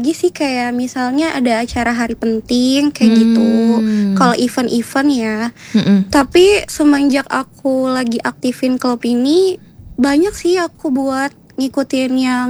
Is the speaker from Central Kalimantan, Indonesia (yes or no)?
no; Samarinda, East Kalimantan, Indonesia; Aku dari Kalimantan Timur, Samarinda.